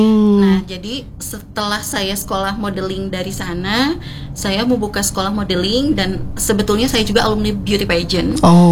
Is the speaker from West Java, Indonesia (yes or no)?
yes; Bandung, West Java, Indonesia; Saya dari Bandung, saya model.